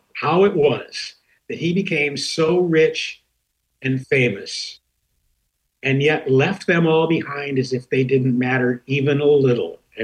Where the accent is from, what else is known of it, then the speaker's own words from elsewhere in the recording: Gloversville, New York, United States; moved away; the hometown, my hometown, Gloversville